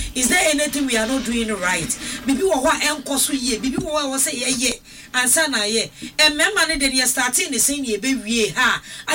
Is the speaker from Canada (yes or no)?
no; Ghana; As a Ghanaian, as Ghanaians as we are, no, we don't support our own.